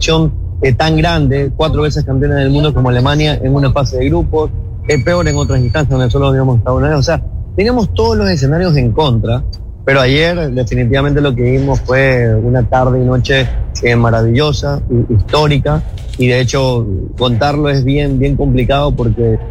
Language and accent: Spanish; Ecuador